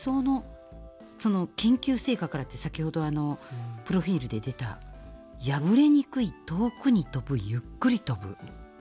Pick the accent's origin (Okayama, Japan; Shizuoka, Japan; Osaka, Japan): Osaka, Japan; 私やったら大阪やねんけど